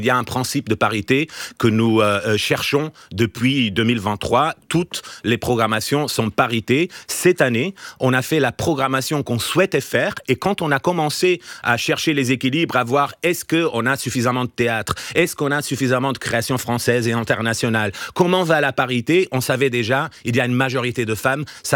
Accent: Portugal; now in France; moi je peux le dire en tant que Portugais, parce que là j'ai pas le risque d'être chauvin

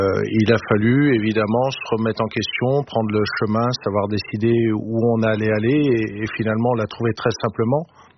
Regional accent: Lyon, Auvergne-Rhône-Alpes, France; Moi, je suis lyonnais. Il était impensable pour moi d'avoir ce restaurant sans quenelles sur table.

